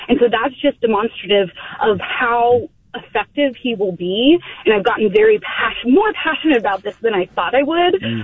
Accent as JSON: {"language": "English", "town": "San Francisco", "region": "California", "country": "United States", "said": "Yeah, that's perfect, because I am from the Richmond district and in Connie Chan's"}